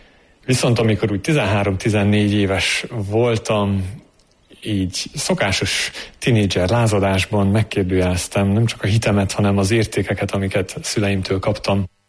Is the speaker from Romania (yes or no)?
yes; Transylvania, Romania; also born or lived in England; now in Hungary; Erdélyben születtem és nevelkedtem, majd Isten 12 éve Angliába vezetett, és most 2 éve Magyarországon élünk a közösséggel.